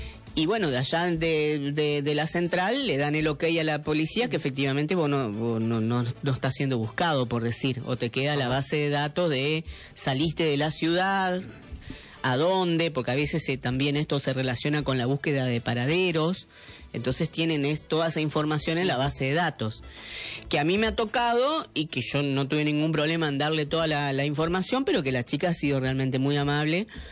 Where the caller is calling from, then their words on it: Reconquista, Santa Fe, Argentina; yo hablo acá en la ciudad de Reconquista.